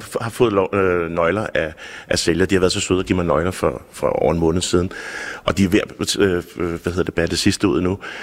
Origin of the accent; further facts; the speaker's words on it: Copenhagen, Capital Region of Denmark, Denmark; moved away as an adult; now in Zealand, Denmark; Det skal jeg også lige vende mig til som københavner.